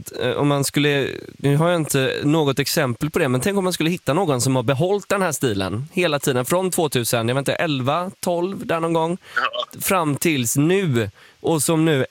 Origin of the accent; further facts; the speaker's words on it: Gothenburg, Västra Götaland County, Sweden; den stilen som vi i Göteborg kallade för Partille Johnny.